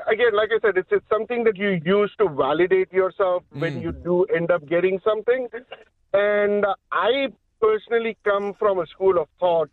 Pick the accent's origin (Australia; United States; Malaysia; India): India; now in New Zealand; I'm from India. I got the privilege of coming into this country and call this place my home.